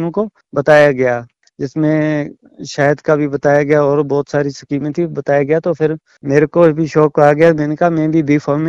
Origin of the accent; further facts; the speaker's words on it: Tangdhar, Jammu and Kashmir, India; मैं डिस्ट्रिक्ट कुपवाड़ा टंगडार के एक छोटे से गांव का रहने वाला हूँ।